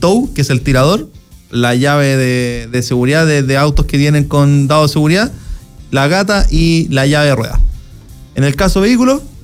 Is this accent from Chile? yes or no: yes; Chile; y me sumo, como buen chileno, de repente dejamos las cosas a última hora